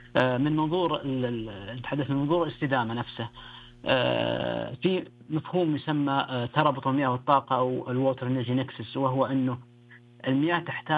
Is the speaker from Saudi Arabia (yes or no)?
yes; Saudi Arabia; الفكرة مهمة جدا في عندنا في السعودية بالذات،